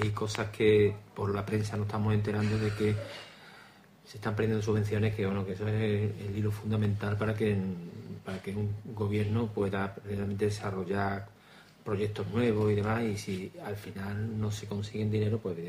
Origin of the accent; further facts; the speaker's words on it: Écija, Andalusia, Spain; Yo lo digo porque soy de Écija